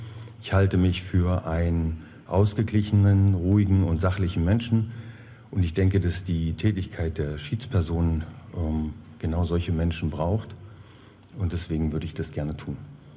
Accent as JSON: {"language": "German", "town": "Dessau", "region": "Saxony-Anhalt", "country": "Germany", "tie": "born or raised there", "said": "Ich bin jetzt beinahe 48 Jahre alt, wohne schon fast mein gesamtes Leben hier in Dessau, fühle mich meiner Heimatstadt verbunden"}